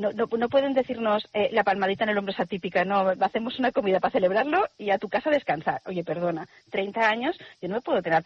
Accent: Spain; Nosotros somos españoles, júbilo, jubilarse, júbilo, alegría.

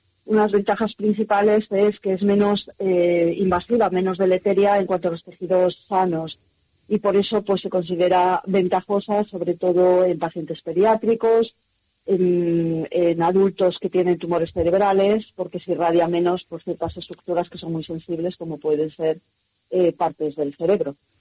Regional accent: Verín, Galicia, Spain; moved away as an adult; also born or lived in France; volver a Galicia siempre es fácil. Evidentemente es mi tierra

